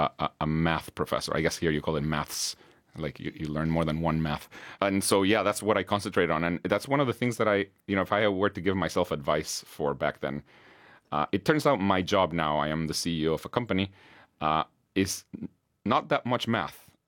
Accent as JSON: {"language": "English", "country": "Guatemala", "also_born_or_lived": "United States", "second_language": "English", "moved": "as an adult", "lives_now": "United Kingdom", "said": "And my country in Guatemala"}